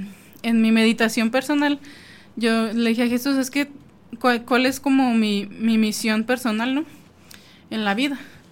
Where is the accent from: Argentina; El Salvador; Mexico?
Mexico; Ciudad Juárez, Chihuahua; Sí, soy de aquí de Juárez.